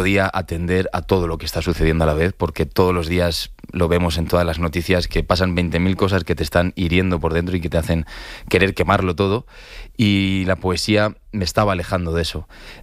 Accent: Leganés, Community of Madrid, Spain; Yo soy... odio las patrias, pero soy patriota de Leganés, la verdad. Yo me gusta decir que soy de Leganés allá por donde voy.

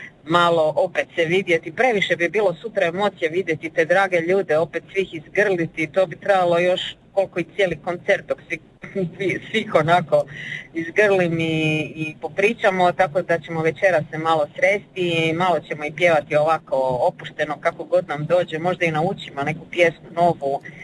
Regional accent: Labin, Istria County, Croatia; accent: Labinjon Chakavian; bez obzira na taj naš akcent ili na to nešto drugče. To je jedan od najstarijih dijalekata u Hrvatskoj

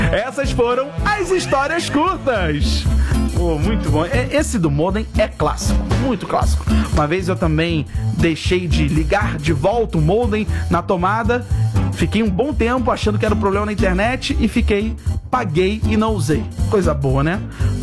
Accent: Rio de Janeiro, Brazil; born there; Eu também me reconheço como carioca e nasci na Tijuca

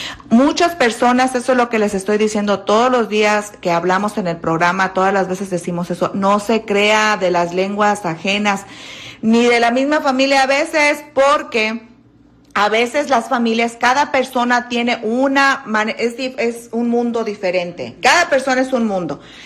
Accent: Michoacán, Mexico; soy de Michoacán.

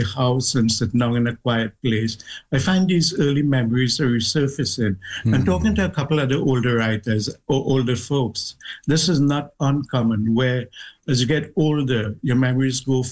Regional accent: Tablan, South Trinidad, Trinidad & Tobago; I grew up in South Trinidad in a little village called Tablan. And there was an extended, I grew up in a house with an extended family.

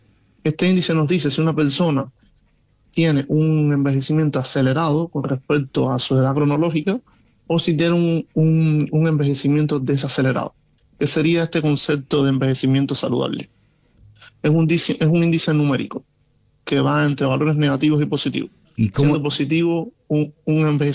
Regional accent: Cuba; now in Chile; Yo no soy chileno, yo soy cubano. Chile, radico en Chile, pero soy cubano.

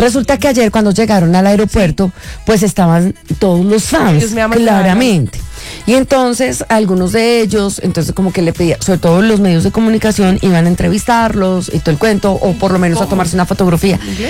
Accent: Colombia; investiguen cómo somos

